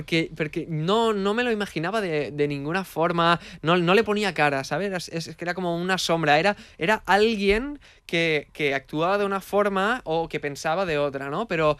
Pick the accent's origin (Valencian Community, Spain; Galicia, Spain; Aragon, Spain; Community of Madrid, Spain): Valencian Community, Spain; yo antes todo lo que había escrito había estado ambientado en mi pueblo de Valencia